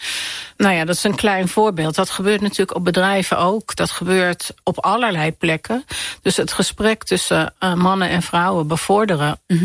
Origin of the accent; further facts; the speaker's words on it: Amsterdam, North Holland, Netherlands; Ja, ik ben in Amsterdam opgegroeid. Heel veel uitgegaan. We zijn opgegroeid in Amsterdam-West.